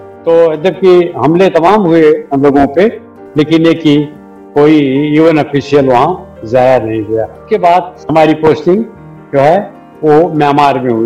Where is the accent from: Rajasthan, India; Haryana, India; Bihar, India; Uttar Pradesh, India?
Uttar Pradesh, India; Gorakhpur; सब परिवार हमेशा भारत में रहा, गोरखपुर जो हमारा होम टाउन है यहीं पर था।